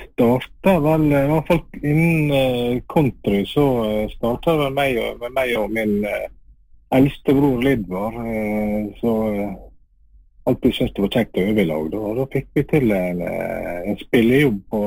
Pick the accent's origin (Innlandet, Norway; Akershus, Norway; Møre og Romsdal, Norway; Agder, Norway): Møre og Romsdal, Norway; Valderøya; Jeg er sunnmøring. Født og oppvokst på Valderøya.